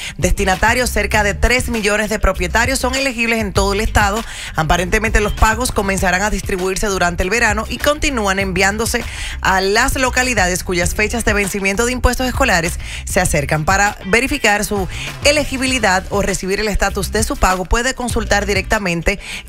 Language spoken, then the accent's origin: Spanish; United States; Este yo soy de los United States.